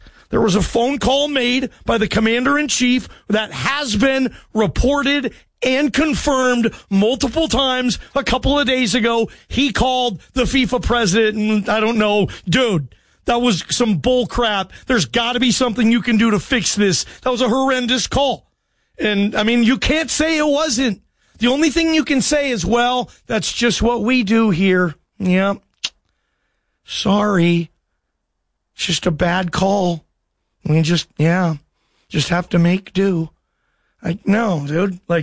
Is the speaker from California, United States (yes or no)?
no; Seattle, Washington, United States; Guys, I'm from Seattle.